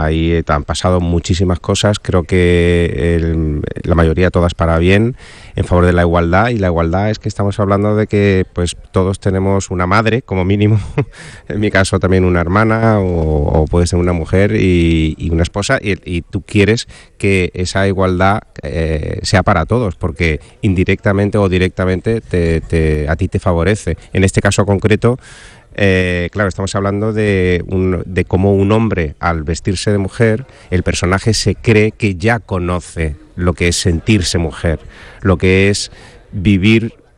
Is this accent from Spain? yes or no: yes; Seville, Andalusia, Spain; por fin llegar a Andalucía, a Sevilla, a mi tierra